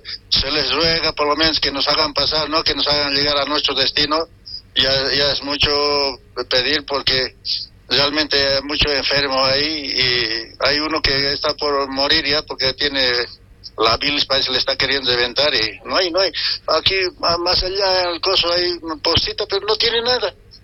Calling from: Cochabamba, Bolivia; estamos en Cochabamba

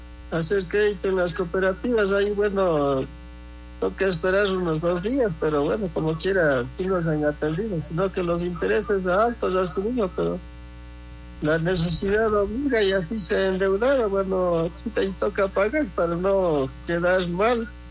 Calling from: Cusubamba, Cotopaxi, Ecuador; soy de San José de Rubias.

